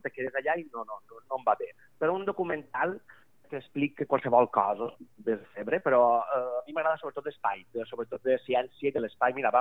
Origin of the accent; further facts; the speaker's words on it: Albaida, Valencian Community, Spain; no només el meu poble, sinó tota aquesta contornada de les comarques centrals del País Valencià, és una meravella i convida que passeu per allà. I al meu poble heu de visitar, si anau al Baida, el Museu Internacional de Titelles